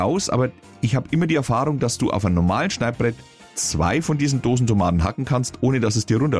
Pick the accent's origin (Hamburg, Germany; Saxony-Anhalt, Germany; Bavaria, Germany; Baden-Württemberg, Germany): Bavaria, Germany; weil ich sie als Franke nicht aussprechen kann